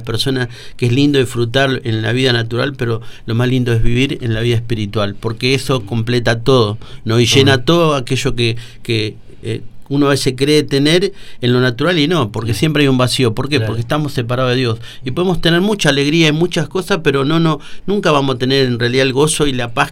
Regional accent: Argentina; somos argentinos, cada uno tiene en su momento fue de un equipo de fútbol

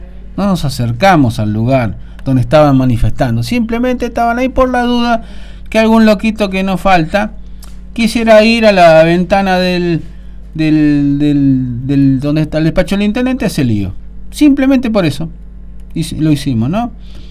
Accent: Argentina

